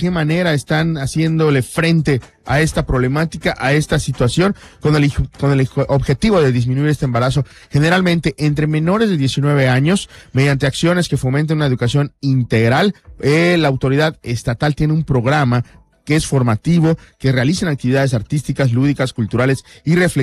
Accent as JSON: {"language": "Spanish", "region": "Yucatán", "country": "Mexico", "said": "nosotros como yucatecos"}